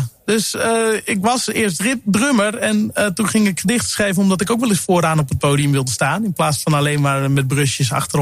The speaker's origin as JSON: {"language": "Dutch", "town": "Sneek", "region": "Friesland", "country": "Netherlands", "tie": "born or raised there", "said": "Ik groeide op in Sneek, hè."}